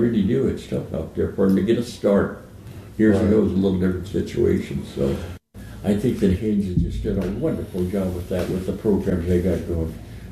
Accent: Escondido, California, United States; also born or lived in Los Angeles / Mexico; I was born in Los Angeles. We moved, well, then we went to Mexico. We ended up in Escondido. I was 5 years old when we settled in Escondido.

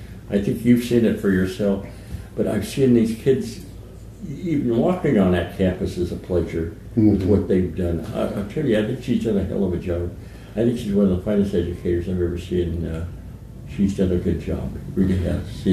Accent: Escondido, California, United States; also born or lived in Los Angeles / Mexico; I was born in Los Angeles. We moved, well, then we went to Mexico. We ended up in Escondido. I was 5 years old when we settled in Escondido.

